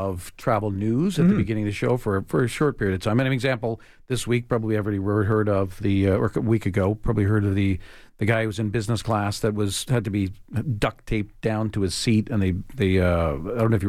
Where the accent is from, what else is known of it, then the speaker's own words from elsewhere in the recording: Toronto, Ontario, Canada; I'm from Toronto